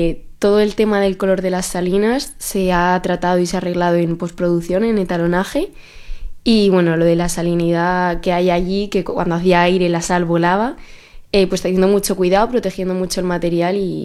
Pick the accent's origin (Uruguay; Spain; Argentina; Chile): Spain; Torrevieja, Valencian Community; moved away as an adult; also born or lived in Madrid; yo soy de Torrevieja y pues me fui a estudiar a Madrid.